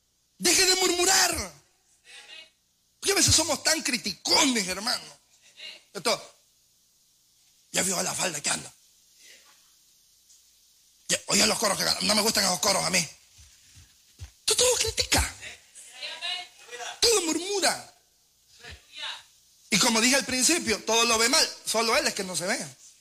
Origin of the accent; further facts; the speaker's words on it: El Salvador; Así como nosotros, que no somos nativos propios del Salvador, no somos.